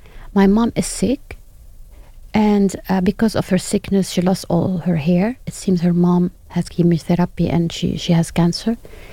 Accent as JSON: {"language": "English", "country": "Lebanon", "said": "I'm from Lebanon"}